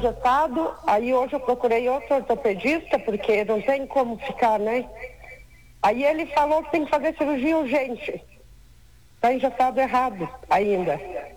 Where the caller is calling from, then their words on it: Santa Catarina, Brazil; Eu falo do São Francisco.